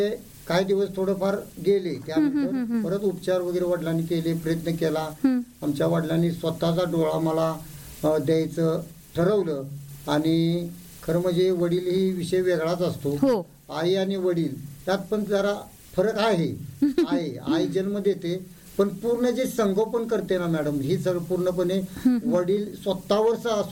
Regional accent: Karad, Maharashtra, India; कारण मी माझं गाव कराड आणि आमच्या कराड मधून एक शिक्षक ते जळगावला होते

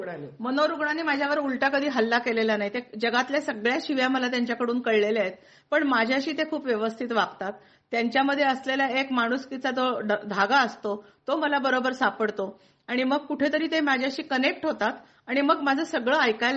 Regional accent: Karad, Maharashtra, India; moved away as an adult; now in Dhule, India; माझं माहेर कराड. मी कराडचे असल्यामुळं कृष्णा कोयनेच्या संगमावर माझं बालपण गेलं

